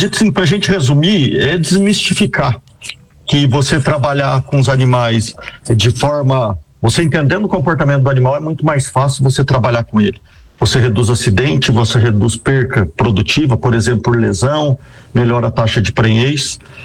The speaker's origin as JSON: {"language": "Portuguese", "town": "São Joaquim", "region": "Santa Catarina", "country": "Brazil", "tie": "born there", "also_born_or_lived": "Mato Grosso / Paraná", "moved": "yes", "said": "neto de pecuarista, e sou vizinho de vocês aí, sou natural de São Joaquim."}